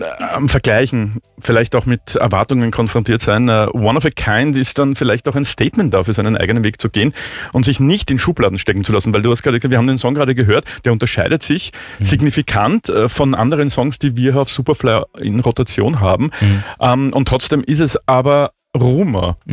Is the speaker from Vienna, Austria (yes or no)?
yes; Vienna, Austria; Als Wiener natürlich immer eine Weltreise.